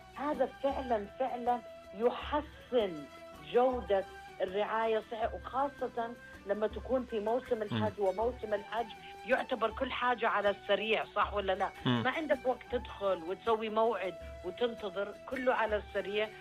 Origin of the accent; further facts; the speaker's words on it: Saudi Arabia; المفروض نفتخر كسعوديين.